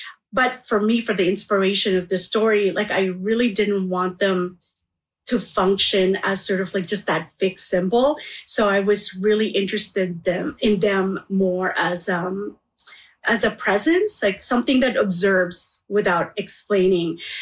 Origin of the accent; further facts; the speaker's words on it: Manitoba, Canada; And so growing up in Manitoba, those landscapes became very much part of how I see things.